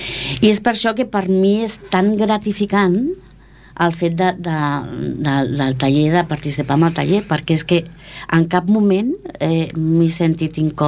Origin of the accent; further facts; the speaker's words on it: Esplugues de Llobregat, Catalonia, Spain; l'Agos i jo sí que perquè som d'Esplugues